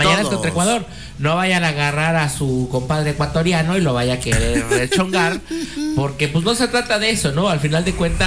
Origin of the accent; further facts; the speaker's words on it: Mexico; los mexicanos les ganamos.